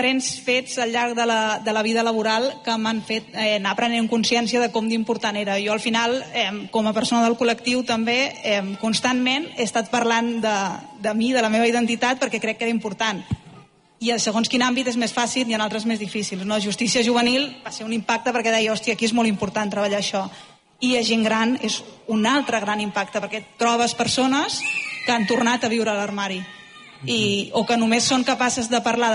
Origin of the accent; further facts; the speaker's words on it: Castellón de la Plana, Valencian Community, Spain; moved away as an adult; now in El Vendrell, Spain; Jo sóc valenciana, sóc de Castelló.